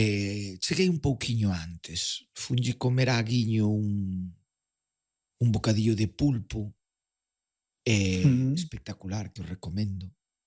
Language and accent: Galician; Riós, Galicia, Spain; son do interior, son de Riós, entre Agudiña e Verín, para situar un pouquiño e tal.